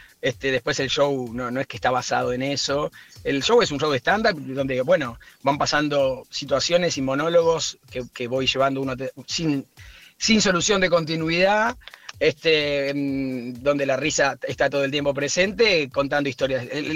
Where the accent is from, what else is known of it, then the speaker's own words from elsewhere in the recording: Uruguay; now in Argentina; una infancia hippie que tuve en Uruguay, porque yo nací en Uruguay